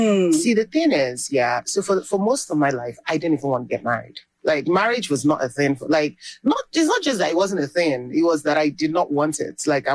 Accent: Owerri, Imo, Nigeria; In Owerri. I grew up in Owerri.

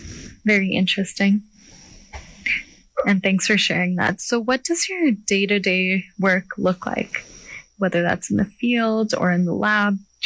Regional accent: Saskatoon, Saskatchewan, Canada; so I grew up in Saskatoon

